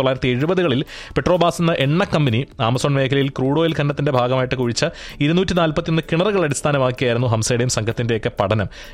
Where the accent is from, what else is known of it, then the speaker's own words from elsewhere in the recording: Kerala, India; ഞങ്ങളുടെ നാട്ടിലൂടെ ഒരുങ്ങുന്ന കല്ലടയാർ